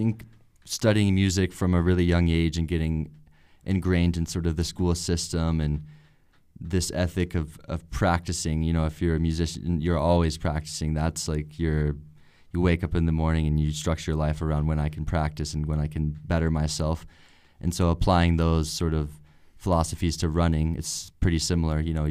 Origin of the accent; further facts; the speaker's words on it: Texas, United States; moved away; growing up in Texas